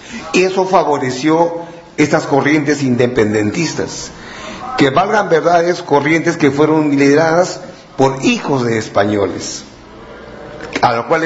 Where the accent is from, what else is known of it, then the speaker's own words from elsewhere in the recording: Peru; me siento contento como peruano